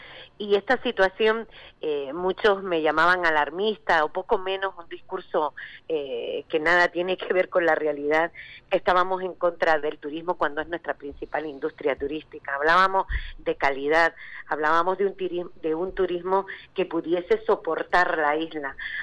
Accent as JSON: {"language": "Spanish", "area": "Lanzarote", "region": "Canary Islands", "country": "Spain", "tie": "born there", "said": "soy de Lanzarote, he nacido en Lanzarote, quiero vivir y durante toda mi vida en mi isla"}